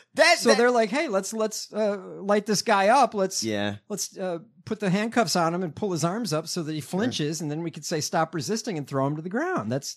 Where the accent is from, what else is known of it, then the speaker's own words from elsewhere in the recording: Chicago, Illinois, United States; Oh, yeah. I'm from the back of the yards.